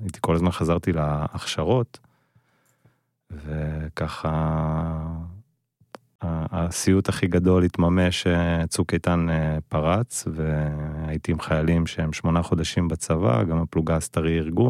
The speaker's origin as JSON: {"language": "Hebrew", "town": "Kfar Tavor", "region": "Northern District", "country": "Israel", "tie": "born or raised there", "said": "גדלתי בכפר תבור"}